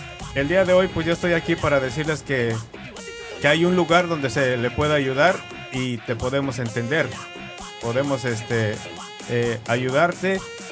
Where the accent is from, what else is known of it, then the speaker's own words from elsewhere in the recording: Toluca, State of Mexico, Mexico; Yo soy de México, de Toluca